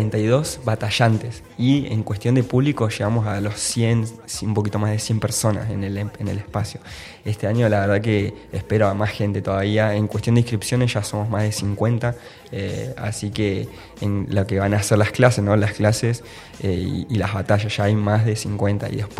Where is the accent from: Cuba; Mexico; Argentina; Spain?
Argentina; Cipolletti, Río Negro; yo soy de acá de Cipolletti